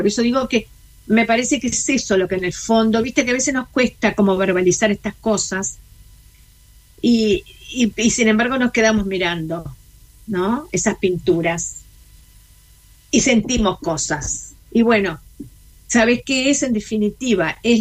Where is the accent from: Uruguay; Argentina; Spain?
Uruguay; Uruguay es un país del que vengo yo. Yo soy uruguaya.